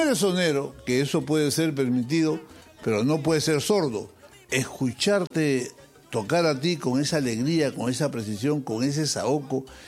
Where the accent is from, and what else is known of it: Peru